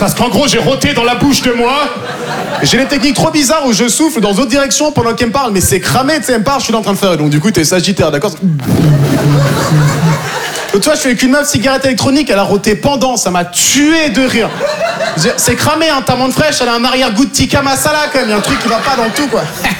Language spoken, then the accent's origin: French; La Barre-de-Monts, Pays de la Loire, France; born there; also born or lived in Normandy; J'étais là, ben, 110 avenue de l'Estacade, 85 550, la barre de Montfromentine.